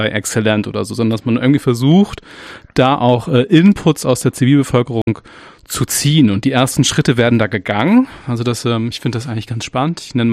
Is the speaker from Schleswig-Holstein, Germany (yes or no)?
yes; Flensburg, Schleswig-Holstein, Germany; now in Dresden, Germany; Vor 2 Jahren ist tatsächlich einer bei meiner Heimatstadt Flensburg runtergekommen. Der ist dann auch hier in Dresden analysiert worden tatsächlich.